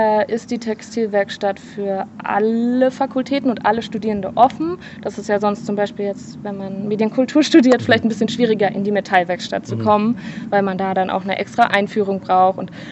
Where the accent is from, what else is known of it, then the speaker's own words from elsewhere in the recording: Leipzig, Saxony, Germany; moved away as an adult; now in Weimar, Germany; Nee, in Leipzig habe ich davor studiert. Genau, ich komme auch aus Leipzig.